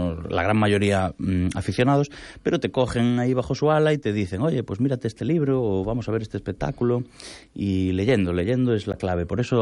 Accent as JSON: {"language": "Spanish", "town": "A Coruña", "region": "Galicia", "country": "Spain", "tie": "born or raised there", "said": "Y me dicen, ¿de dónde eres? Y yo, pues de un sitio que se llama Coruña."}